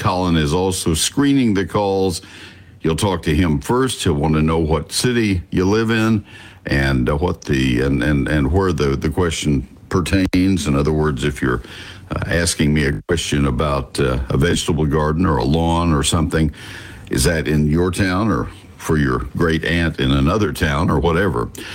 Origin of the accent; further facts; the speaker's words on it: Bryan, Texas, United States; my hometown of Bryan College Station